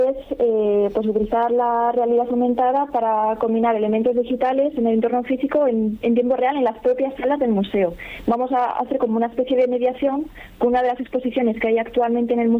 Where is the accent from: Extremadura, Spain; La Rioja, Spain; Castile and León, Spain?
La Rioja, Spain; yo, como sabes, soy de La Rioja